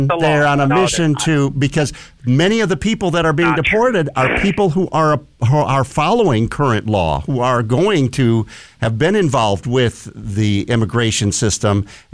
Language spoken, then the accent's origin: English; United States; born there; I was born here in the United States